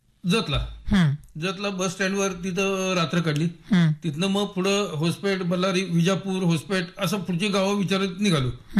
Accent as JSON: {"language": "Marathi", "town": "Sangli", "region": "Maharashtra", "country": "India", "tie": "born or raised there", "said": "माझं बालपण सराफकटा इथं तानोडे पुस्तक दुकानच्या गल्लीमध्ये झालेलं आहे आणि आरवाडे स्कूलमध्ये माझं प्राथमिक शिक्षण झालेलं आहे."}